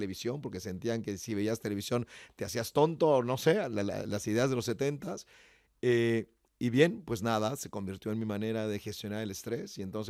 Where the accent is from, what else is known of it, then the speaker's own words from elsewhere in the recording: Yucatán, Mexico; Yucatán, de donde yo soy, donde hace un calor infernal